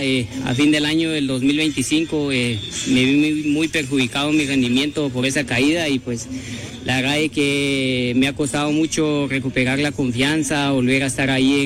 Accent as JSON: {"language": "Spanish", "country": "Guatemala", "said": "Realmente muy contento de poder terminar esta vuelta avantrado como mejor guatemalteco, y pues para mí siempre es un honor luchar por el equipo Hino, mis patrocinadores, mi familia y pues para toda Guatemala."}